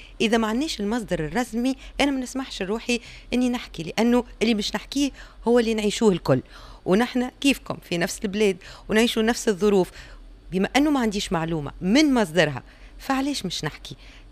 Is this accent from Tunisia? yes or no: yes; Tunisia; لأني أنا كتونسية